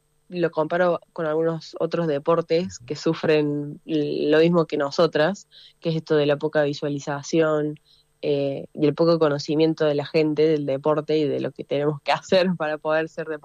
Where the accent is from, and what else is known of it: Argentina